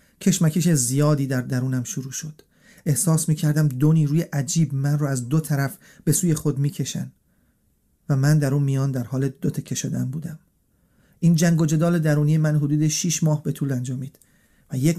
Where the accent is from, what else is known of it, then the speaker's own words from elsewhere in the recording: Iran; born there; من در یک خانواده نسبتاً مذهبی در ایران متولد شدم.